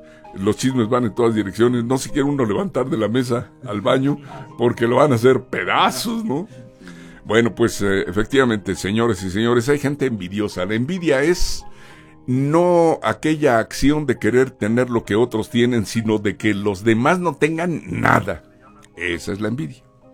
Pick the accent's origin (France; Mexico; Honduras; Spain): Mexico